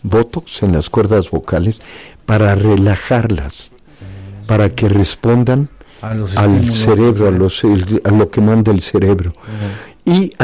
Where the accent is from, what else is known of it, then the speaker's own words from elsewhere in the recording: Mexico; yo le decía